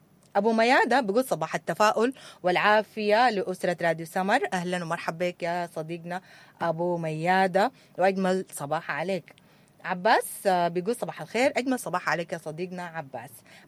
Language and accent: Arabic; Sudan; نحنا كشعب سوداني